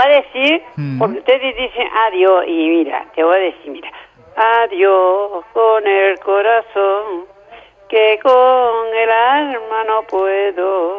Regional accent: Canary Islands, Spain; Que fuimos nacidos y criados aquí en la Higuera.

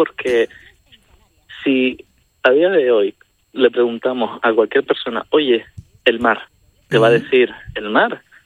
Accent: Ingenio, Canary Islands, Spain; born there; Pues yo nací en Gran Canaria, específicamente en el municipio de Ingenio.

